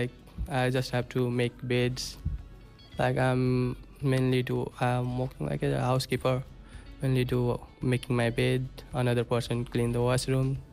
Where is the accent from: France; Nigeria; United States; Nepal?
Nepal; English is a second language; now in South Korea; I'm from Nepal and currently I'm in BUFS and my major is GBA.